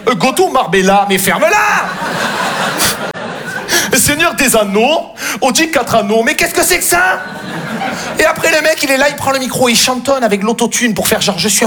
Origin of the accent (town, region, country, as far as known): Marseille, Provence-Alpes-Côte d'Azur, France